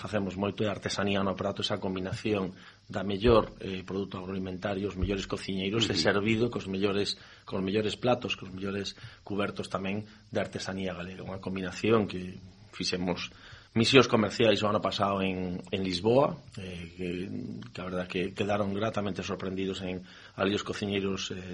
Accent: Ourense, Galicia, Spain; Eu son de Ourense

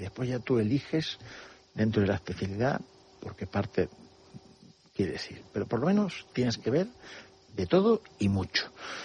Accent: Canary Islands, Spain; Sí, bueno, pues estudiaba, como todo canario que va a estudiar a Madrid

